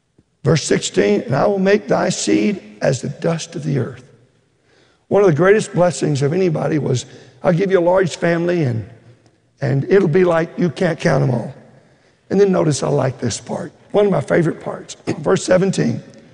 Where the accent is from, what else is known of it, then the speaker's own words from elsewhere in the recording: Texas, United States; I love football. I grew up in Texas. You get a football in your crib, you know.